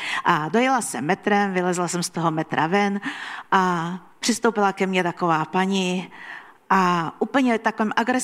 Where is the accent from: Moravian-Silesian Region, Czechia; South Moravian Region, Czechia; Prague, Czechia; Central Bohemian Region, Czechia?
Prague, Czechia; Jednou jsem jela metrem, což není zase až tak zvláštní věc, protože já jsem z Prahy.